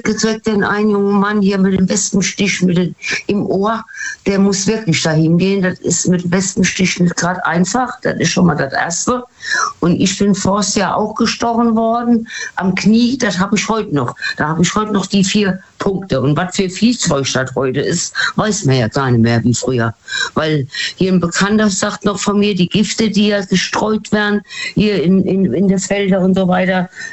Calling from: Rhineland-Palatinate, Germany; Aus dem Westerwald.

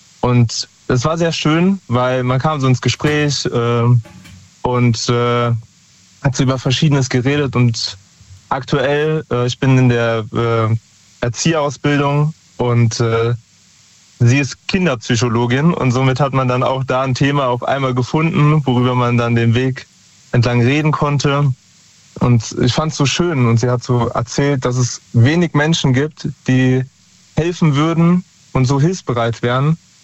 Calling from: Lahnstein, Rhineland-Palatinate, Germany; Aus Lahnstein.

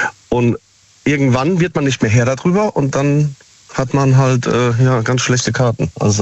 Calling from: Siegen, North Rhine-Westphalia, Germany

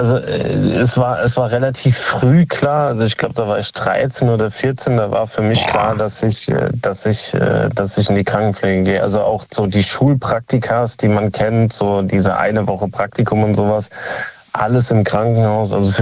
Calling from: Kaiserslautern, Rhineland-Palatinate, Germany

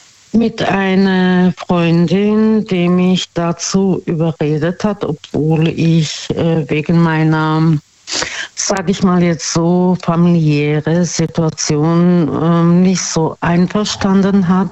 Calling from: Karlsruhe, Baden-Württemberg, Germany; Ja, oh, ich freue mich. Ich komme aus Karlsruhe

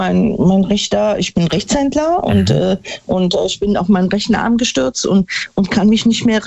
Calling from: Neunkirchen-Seelscheid, North Rhine-Westphalia, Germany; Ja, ich bin aus Neunkirchen-Sülscheid und ich habe nur durch Zufall eure Sendung verfolgt

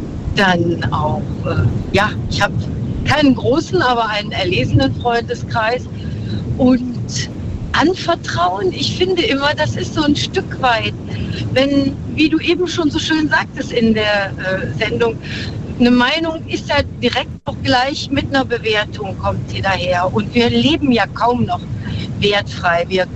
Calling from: North Rhine-Westphalia, Germany; In der Nähe von Köln und ich komme aus Stuttgart gerade.

